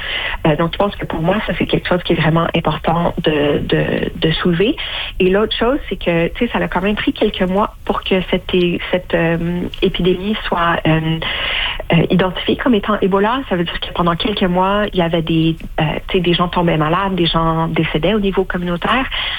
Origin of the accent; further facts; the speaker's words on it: Canada; en tant que Canadienne